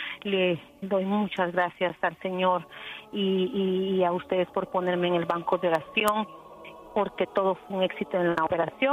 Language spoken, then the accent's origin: Spanish; Jutiapa, Guatemala; Quiero pedir por mi pueblo Jutiapa, pues ayer hubo un sismo bastante fuerte. Murieron ya algunas personas, 5 me parece, en algún pueblito de mi tierra.